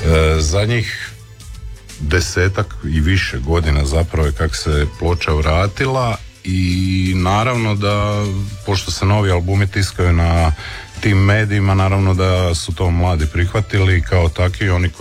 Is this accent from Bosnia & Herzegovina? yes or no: no; Osijek, Osijek-Baranja County, Croatia; Zapravo ja sam iz Osijeka.